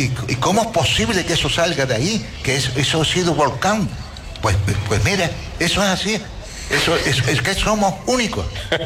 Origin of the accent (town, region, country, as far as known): Canary Islands, Spain; born there